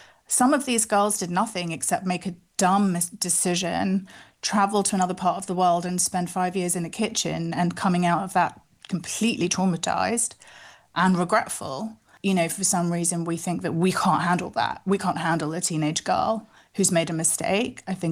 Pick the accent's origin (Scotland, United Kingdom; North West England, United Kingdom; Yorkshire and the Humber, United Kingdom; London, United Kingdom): North West England, United Kingdom; Manchester; I have ancestry that's not English, even though I was born in Manchester, I've grown up here, I really couldn't imagine being a citizen of anywhere else. I don't have citizenship anywhere else.